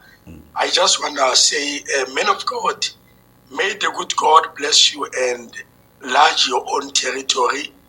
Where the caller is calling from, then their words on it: South Africa; I'm calling you from Captain Park.